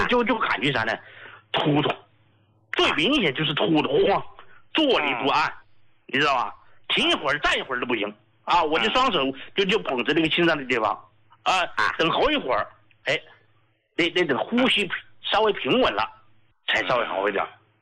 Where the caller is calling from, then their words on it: Chongqing, China; 你好，胡老，我是重庆的听众啊。